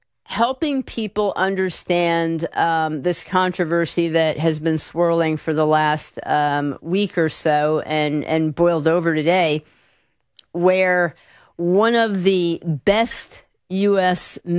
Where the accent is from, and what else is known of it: United States